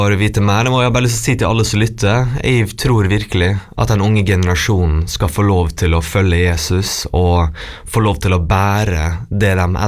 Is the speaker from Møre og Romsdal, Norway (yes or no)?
yes; Ålesund, Møre og Romsdal, Norway; Jeg er fra Ålesund